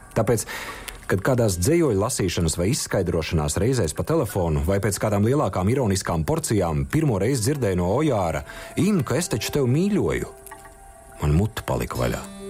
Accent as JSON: {"language": "Latvian", "region": "Courland", "country": "Latvia", "tie": "born or raised there", "said": "Es esmu dzimis Kurzemes zvejniekos. Pie mums mīļu vārdu pateikt otram, lai cik mīļam bija kauns."}